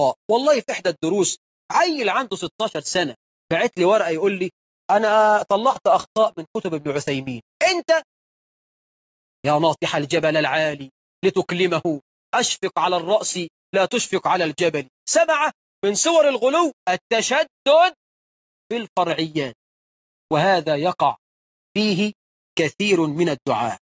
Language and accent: Arabic; Egypt; إحنا عندنا في مصر 9 مليون عانس.